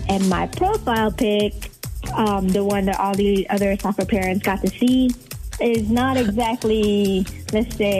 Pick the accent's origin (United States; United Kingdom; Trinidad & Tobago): United States; Sun Prairie, Wisconsin; I'm from Sun Prairie.